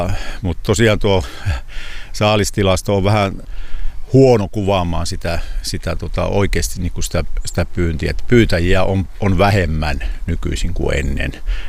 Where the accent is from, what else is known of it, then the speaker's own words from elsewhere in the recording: Central Finland, Finland; Meillä Keski-Suomessa